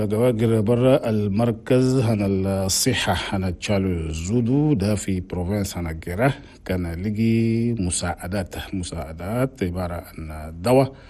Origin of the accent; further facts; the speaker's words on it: Chad; حنا بلدنا تشاد